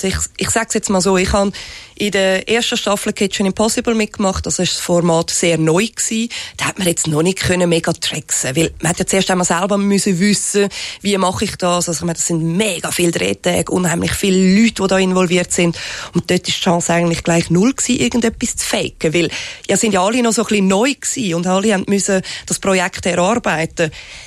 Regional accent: Switzerland; accent: Swiss German; first language Swiss German; German is a second language; es ist auch jetzt gerade für mich unheimlich entspannend, Schweizerdeutsch zu reden. Weil das ist meine Muttersprache und nicht Hochdeutsch. Und das Schlimme ist halt einfach, ich bin in Deutschland immer ein Ausländer

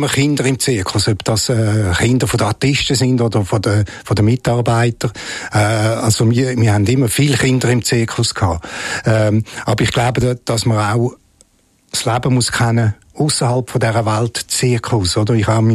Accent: Rapperswil, St. Gallen, Switzerland; Da bin ich in Rapperswil aufgewachsen und habe dort Schule gemacht.

